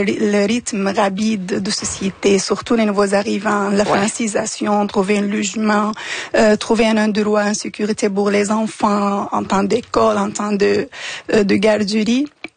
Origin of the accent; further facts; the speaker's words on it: Damascus, Damascus Governorate, Syria; now in Canada; Écoute, moi, je viens de Damas, une ville, elle est considérée la première ville populée dans l'histoire.